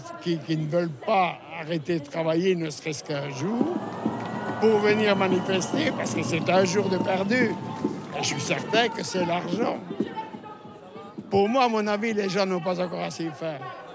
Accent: Spain; now in Belgium

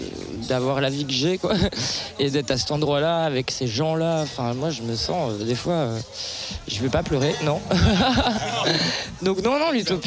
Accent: Liège, Wallonia, Belgium; On vient de Liège.

